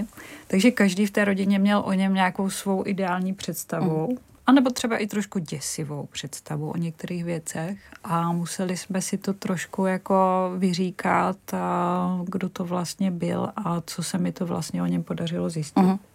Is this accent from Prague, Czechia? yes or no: no; Brno, South Moravian Region, Czechia; Prostě my jsme byli vždycky Brňáci a nějaká národnost, ať už česká nebo německá, v tom nehrála žádnou roli.